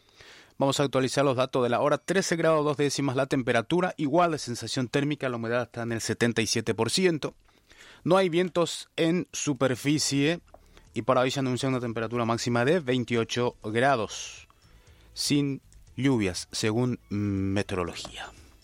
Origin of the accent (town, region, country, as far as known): Paraguay